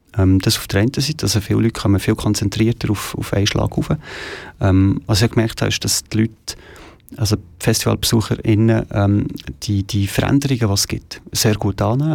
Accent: Schlieren, Zurich, Switzerland; weil ich bin in Schlieren aufgewachsen und denke immer hinten rauf.

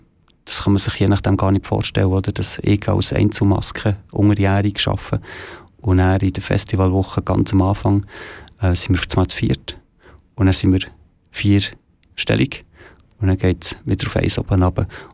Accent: Schlieren, Zurich, Switzerland; ich bin in Schlieren aufgewachsen

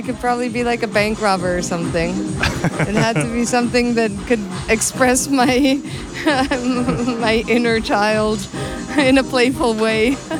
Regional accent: Lugano, Ticino, Switzerland; Next week I'm playing in Lugano, my hometown.

